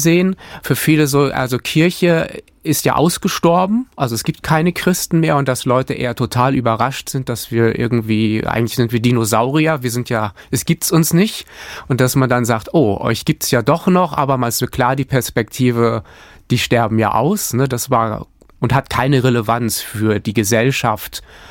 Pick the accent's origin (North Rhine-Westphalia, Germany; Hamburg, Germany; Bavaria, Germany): Hamburg, Germany; ich bin ja selber Hamburger